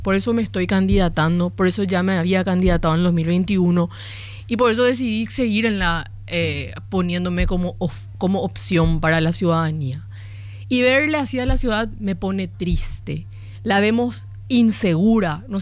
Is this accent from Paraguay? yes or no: yes; Asunción, Paraguay; yo soy asuncena y pago impuestos